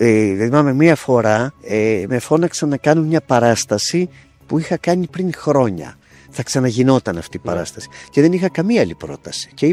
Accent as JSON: {"language": "Greek", "town": "Thermo", "region": "West Greece", "country": "Greece", "tie": "born there", "moved": "as an adult", "lives_now": "Athens, Greece", "said": "εγώ το 1981, τελειώνοντας το Λύκειο, ήρθα από το Θέρμο στην Αθήνα"}